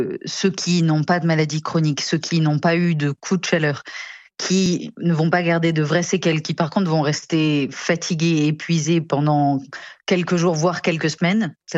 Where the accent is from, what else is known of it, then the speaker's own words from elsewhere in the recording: Nancy, Grand Est, France; moved away; Je viens de Nancy